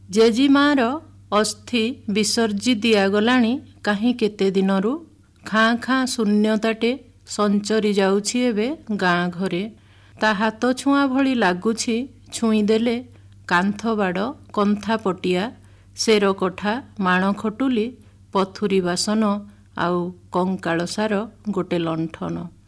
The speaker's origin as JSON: {"language": "Odia", "region": "Odisha", "country": "India", "tie": "born or raised there", "said": "ସୁନ୍ଦରଗଡ଼ ଜିଲ୍ଲାର ଗୋଟେ ଗାଁ, ପ୍ରାକୃତିକ ସୌନ୍ଦର୍ଯ୍ୟ ପରିପୂର୍ଣ୍ଣ ସେ ଗାଁଟି ଭିତରେ ମୋର ଛୁଆବେଳ କଟିଛି।"}